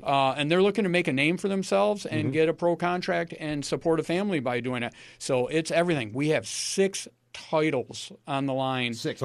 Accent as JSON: {"language": "English", "town": "Watertown", "region": "New York", "country": "United States", "tie": "born or raised there", "said": "I'm from Watertown originally. This is my hometown."}